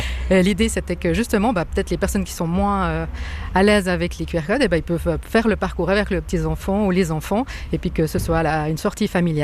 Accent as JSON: {"language": "French", "town": "Prévranche", "country": "France", "tie": "born there", "said": "Alors moi je suis née à Prévranche, donc c'est vrai que c'est un village qui me tient à cœur."}